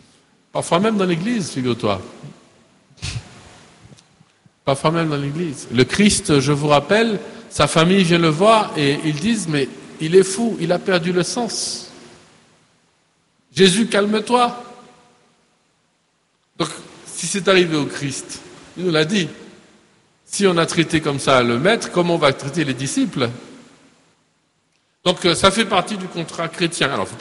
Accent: Martinique; Je suis un Martiniquais, je suis librement un Martiniquais, je ne l'ai pas choisi.

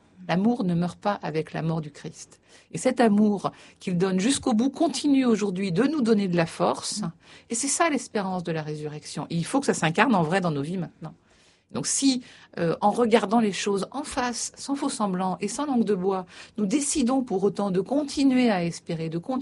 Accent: France; je trouve que je suis française au 21e siècle, dominicaine certes

